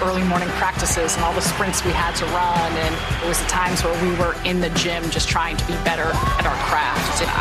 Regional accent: Chicago, Illinois, United States; I was born and raised in Chicago, so it was all about hoops.

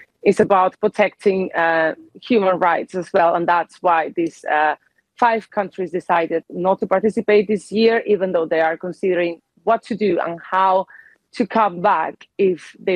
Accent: Spain; now in Aberdeen, United Kingdom; I'm from Spain

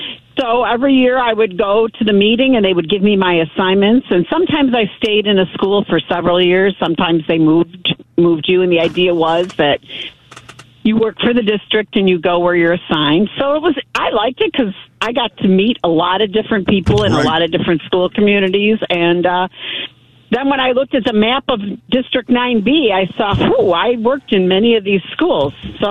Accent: Chicago, Illinois, United States; I'm a Southsider. I currently live in Mount Greenwood. I grew up in Little Flower Parish. My family, my side is from Bridgeport.

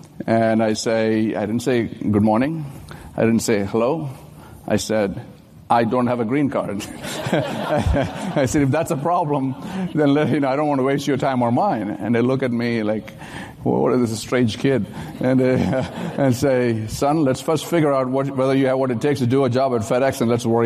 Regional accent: Kerala, India; born there; I was born in India, in a small state of Kerala, right on the Florida of India, let's say.

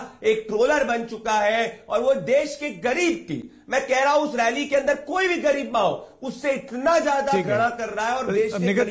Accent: Indore, Madhya Pradesh, India; मैं इंदौर से आता हूं

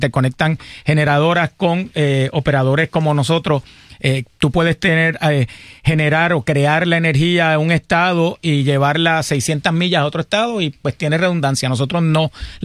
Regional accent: Arecibo, Puerto Rico; En Arecibo. Recuerda, yo soy de Arecibo.

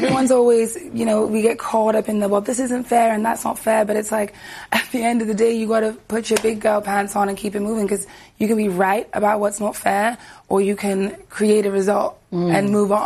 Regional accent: Jamaica; I'm Jamaican, so, like, when I watch a show and it's just really bad accents.

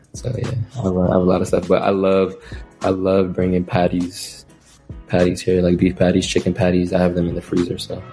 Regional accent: New York, United States; born or raised there; moved away as an adult; now in France

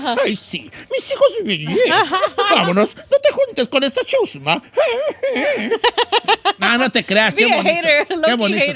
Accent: Puruándiro, Michoacán, Mexico; ¡Soy de Puruándiro!

